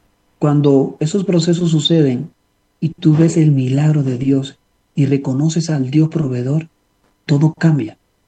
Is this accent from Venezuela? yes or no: yes; Venezuela; Yo soy venezolano y viví la parte económica muy difícil.